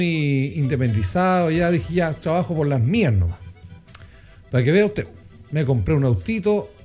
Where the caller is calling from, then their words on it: Longaví, Maule, Chile; Saliendo de aquí de Longaví